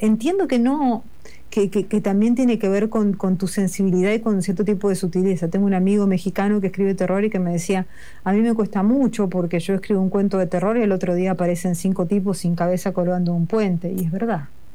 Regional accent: Argentina; Yo creo que la clase media argentina, que es lo que más conozco porque a la que más pertenezco

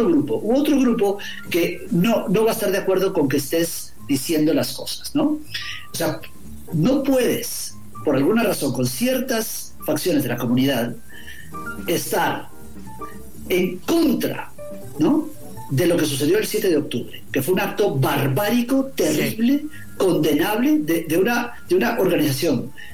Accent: Guatemala; moved away; Mis guatemaltecos, yo, sí, soy guatemalteco, claro, somos guatemaltecos

